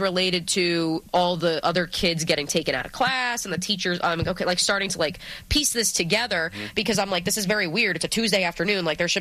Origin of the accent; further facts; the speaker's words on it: New Jersey, United States; I'm always curious just because growing up in New Jersey, and I know … feels the same way, growing up in the tri-state area